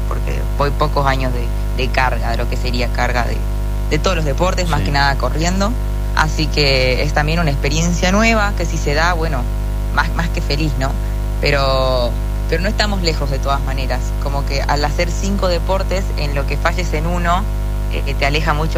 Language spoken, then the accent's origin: Spanish; Salta, Argentina; moved away as an adult; now in Buenos Aires, Argentina; De Salta, Salta Capital.